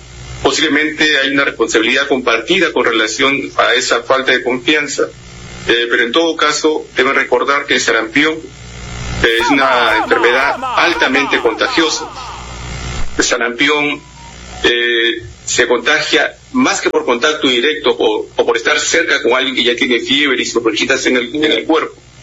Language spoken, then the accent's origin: Spanish; Peru; Nosotros que somos peruanos